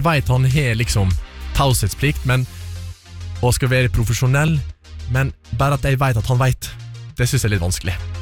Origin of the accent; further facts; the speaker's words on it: Flemsøy, Møre og Romsdal, Norway; Ok, jeg hadde en fastlege hjemme på Flemsøy når jeg var liten. Og da er det lett for at man møter på det aller fleste når man kjører fra en liten plass.